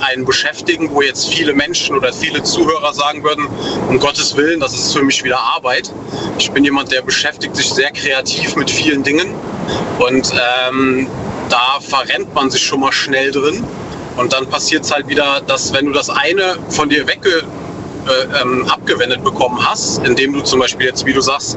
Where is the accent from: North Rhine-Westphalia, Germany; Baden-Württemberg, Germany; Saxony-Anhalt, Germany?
North Rhine-Westphalia, Germany; Aus der Eifel, NRW.